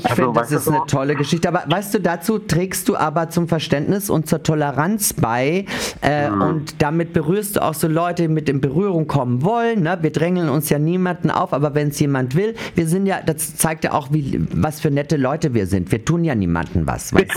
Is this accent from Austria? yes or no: yes; Austria; weil bei uns in Österreich ist ein Patterzettel, heißt das in Österreich.